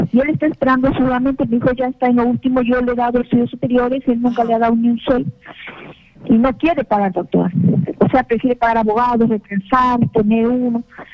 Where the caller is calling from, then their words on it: Lima, Peru; soy de la Victoria.